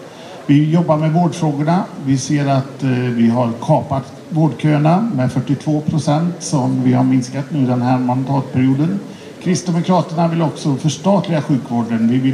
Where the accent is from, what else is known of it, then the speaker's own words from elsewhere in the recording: Falköping, Västra Götaland County, Sweden; och jag kommer här från Falköping.